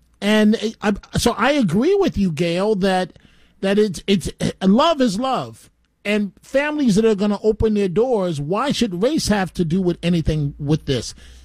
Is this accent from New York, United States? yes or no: yes; New York City, New York, United States; born there; as a black child that was once part of the New York City foster care system myself